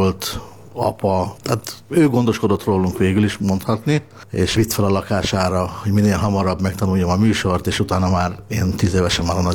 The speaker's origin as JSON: {"language": "Hungarian", "town": "Szeged", "region": "Csongrád-Csanád", "country": "Hungary", "also_born_or_lived": "Budapest", "moved": "yes", "said": "Édesanyám részéről én magyar származású vagyok, ő nekem ekte magyar családból származik, de mi Szegeden éltünk, a családunk"}